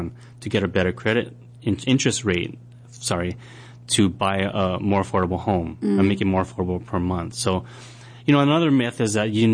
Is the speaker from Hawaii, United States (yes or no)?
yes; Kaneohe, Hawaii, United States; born or raised there